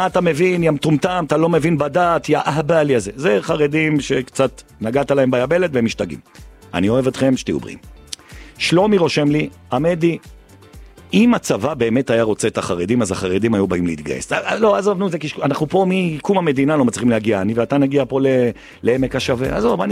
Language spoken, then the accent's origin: Hebrew; Jerusalem, Jerusalem District, Israel; הוריי דתיים, משפחתי, המשפחה שלי, אני גדלתי עם חרדים, במאה שערים, אני גדלתי ברחוב הנביאים, שזה בסמוך למאה שערים, וגדלתי עם האשכנזים והמזרחים במאה שערים.